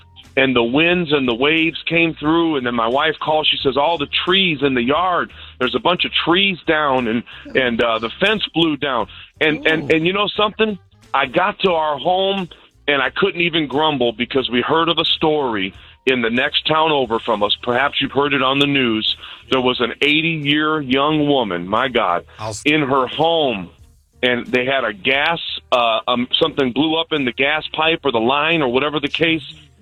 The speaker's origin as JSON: {"language": "English", "town": "Chicago", "region": "Illinois", "country": "United States", "moved": "yes", "lives_now": "Northwest Indiana, United States", "said": "many of you know that I'm from Chicago, but we reside in Northwest Indiana."}